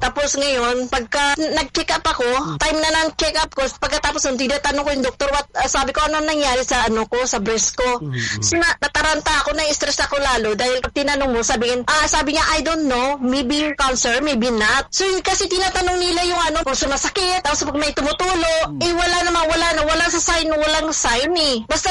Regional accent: Bacoor, Cavite, Philippines; now in Hong Kong; Taga Molino Bacoa ako. Tapos, nandito ko ngayon sa Hong Kong. DH ako dito.

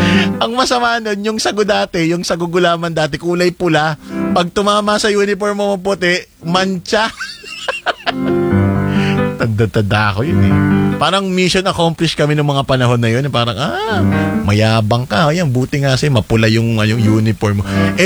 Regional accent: Quezon, Calabarzon, Philippines; Ang tawag sa amin sa Quezon na nagpupulad ng sabo.

